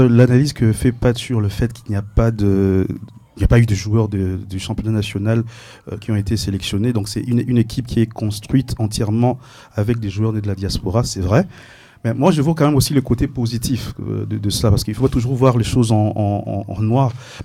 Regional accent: DR Congo; On peut tout dire, mais en tant que Congolais, ça crée quand même une fierté.

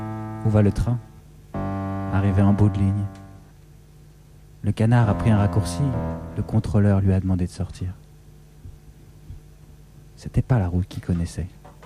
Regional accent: France; Je suis français aussi.

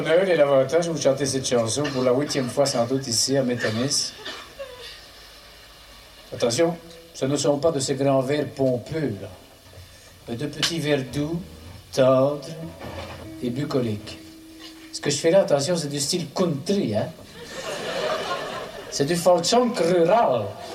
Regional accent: Écaussinnes, Wallonia, Belgium; je suis une fleur de province. Et oui, je suis originaire d'Écossine.

